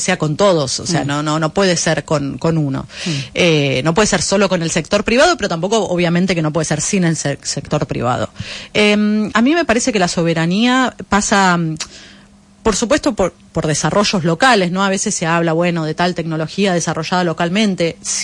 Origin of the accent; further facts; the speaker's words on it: Argentina; qué nos queda a nosotros como argentinos, qué nos queda a nosotros como latinoamericanos en esta región también